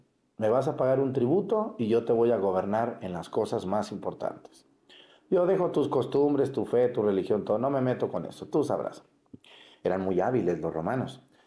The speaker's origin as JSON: {"language": "Spanish", "country": "Mexico", "said": "yo como mexicano tuviera aquí en mi pueblo, en mi ciudad, en mi país"}